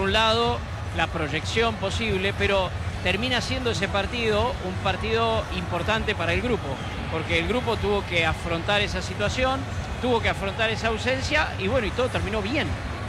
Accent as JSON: {"language": "Spanish", "town": "San Isidro", "region": "Buenos Aires Province", "country": "Argentina", "said": "Soy de San Isidro, aparte de Puerto."}